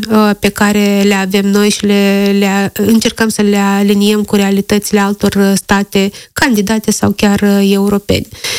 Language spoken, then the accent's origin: Romanian; Moldova